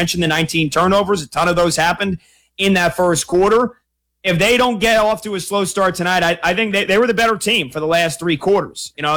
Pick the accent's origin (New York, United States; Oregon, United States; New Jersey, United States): New Jersey, United States; maybe this is just because I'm from the East Coast and I'm from New Jersey and I take my pizza very seriously